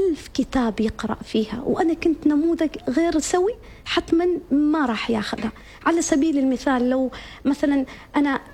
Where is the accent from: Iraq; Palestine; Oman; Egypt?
Oman; ونحن كمجتمع عماني